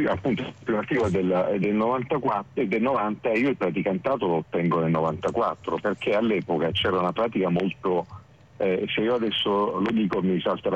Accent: Apulia, Italy; nel mio paese, ad Alessio

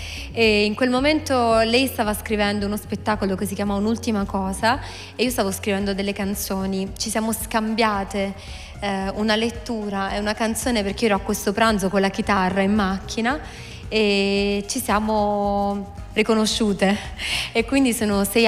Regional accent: Apulia, Italy; io sono pugliese

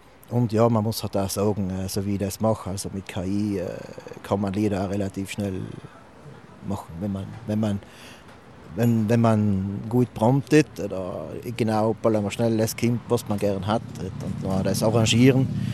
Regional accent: Gais, Trentino-Alto Adige, Italy; oberhalb von meiner Heimatgemeinde Gais. Ich wohne schon seit ich auf der Welt bin in Gais

